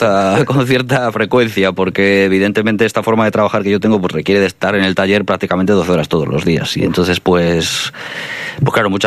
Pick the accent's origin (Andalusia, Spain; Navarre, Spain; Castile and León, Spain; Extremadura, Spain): Castile and León, Spain; Ponferrada; es un privilegio para mí poder estar en Ponferrada, que es mi ciudad natal